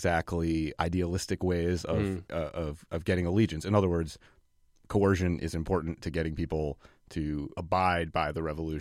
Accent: New York, United States; I'm from New York, and so I can go do research and stay with my mom.

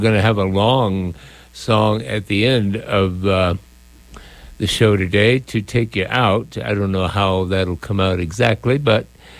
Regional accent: Las Animas, Colorado, United States; I too was born in a small town in southeastern Colorado by the name of Los Animas. Yes, down Highway 50, down the Arkansas River, about 2 hours away, maybe longer. It's a ways down there. Ah, nice little town, and that's home

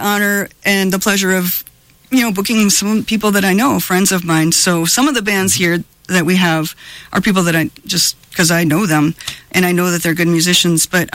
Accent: Ladysmith, Wisconsin, United States; So I am from Ladysmith

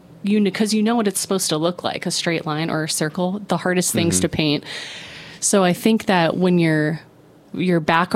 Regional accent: Orange County, California, United States; also born or lived in Berkeley; I grew up in Orange County, so I feel like it really helped open my mind.

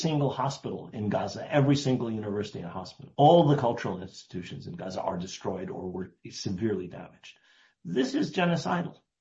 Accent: United States; I grew up in the United States

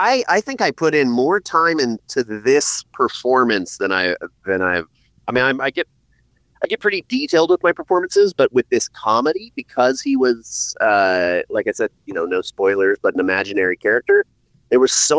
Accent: Eugene, Oregon, United States; now in Portland, United States; And growing up in Eugene, Oregon

